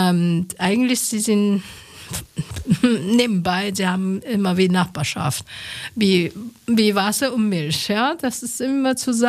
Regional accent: Taiwan; born there; German is a second language

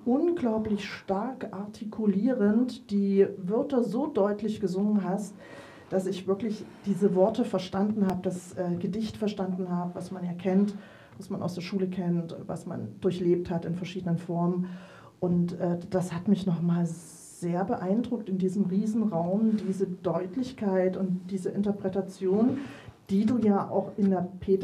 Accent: Leipzig, Saxony, Germany; Und das ist meine Heimatstadt. Und ich kann da zu Fuß, was weiß ich, dahin laufen. Bin an der Thomaskirche, bin am Mendelssohn-Denkmal

